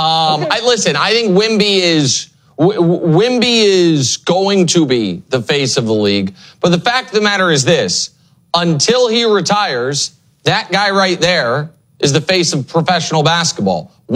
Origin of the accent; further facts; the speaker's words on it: Kansas City, United States; the reason I'm a LeBron James fan, I'm from Kansas City. We didn't have a team.